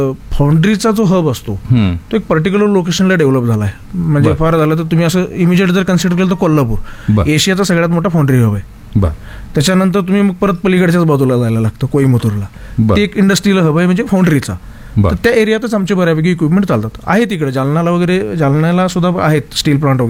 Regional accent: Pune, Maharashtra, India; basically आम्ही पुण्यातलेच आहोत, म्हणजे आम्ही महाराष्ट्रातले

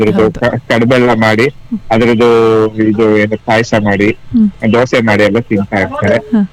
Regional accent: BR Project, Karnataka, India; now in Shivamogga, India; ನಾವು ಚಿಕ್ಕವರಿದ್ದಾಗ B R project ನಲ್ಲಿ

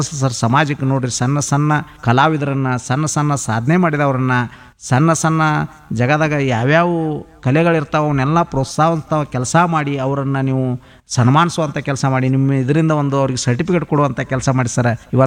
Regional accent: Belagavi, Karnataka, India; ನಮ್ಮ ಬೆಳಗಾವಿ ವೇಣುದನಿ ಮಾಡ್ತಾ ಇದೆ.

